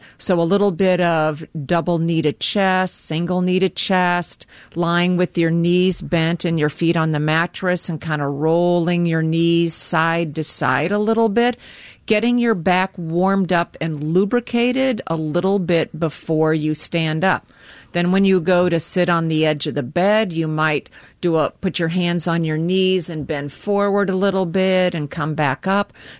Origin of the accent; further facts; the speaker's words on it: Carroll, Iowa, United States; We're from Carroll.